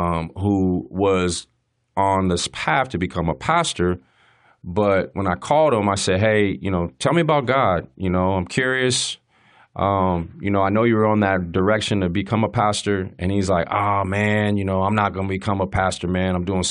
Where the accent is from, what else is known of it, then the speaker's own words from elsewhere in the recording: San Diego, California, United States; You know, there's a lot of that stuff growing up in California, in San Diego.